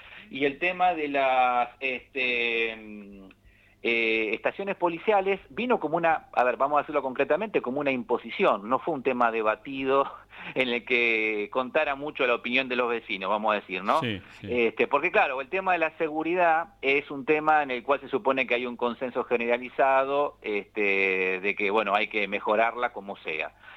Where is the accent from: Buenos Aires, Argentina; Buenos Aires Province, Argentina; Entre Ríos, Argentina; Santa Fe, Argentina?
Santa Fe, Argentina